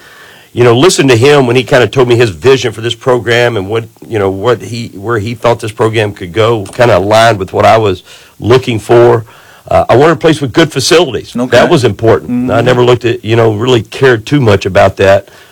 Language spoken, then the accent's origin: English; Kentucky, United States; now in Little Rock, United States; from where I grew up in Kentucky